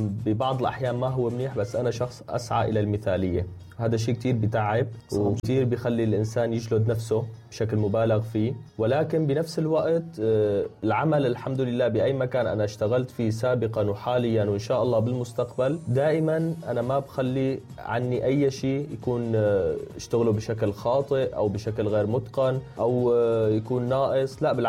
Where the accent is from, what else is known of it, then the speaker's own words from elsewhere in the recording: Syria; now in Turkey; هلا انا ببداية رحلتي من سوريا لتركيا بصراحة ما كنت انسان بعتبر نفسي مثقف